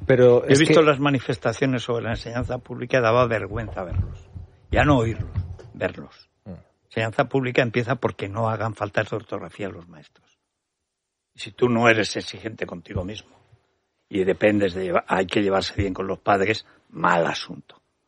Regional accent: Spain; No, señor, somos ciudadanos españoles.

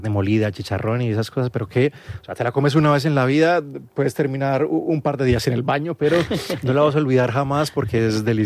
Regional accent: Medellín, Antioquia, Colombia; also born or lived in Marinilla / Manizales / Turbo / Montería; A ver, empezamos, yo nací en Medellín, después de eso mis padres se fueron a Marinilla, que es un, haz de cuenta, como decir, vivo en la sierra, uh-huh. y ahí vivimos yo creo que los primeros años de mi vida.

